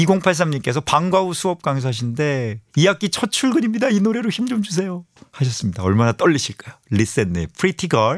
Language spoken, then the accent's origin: Korean; Busan, South Korea; 저도 부산 사람인데.